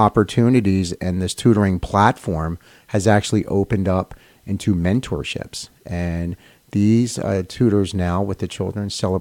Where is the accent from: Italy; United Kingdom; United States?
United States; Philadelphia, Pennsylvania; now in Cape May, United States; So growing up, Victor, you and I have grown up pretty similar. We grew up in Housing Authority in Philadelphia